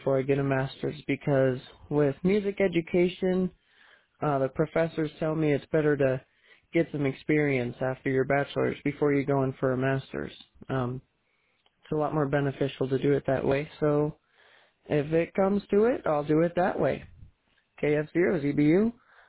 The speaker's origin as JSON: {"language": "English", "region": "Iowa", "country": "United States", "tie": "born or raised there", "said": "Iowa is my home state, and I'm planning to stay in Iowa because I really like the soil here"}